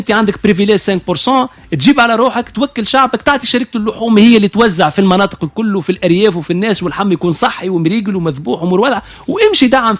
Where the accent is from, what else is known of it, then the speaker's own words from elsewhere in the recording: Sfax, Sfax Governorate, Tunisia; قبل انا صغير نعرف كي الشعال وبزويته والسلامه اللي غير عندنا في صفاقس،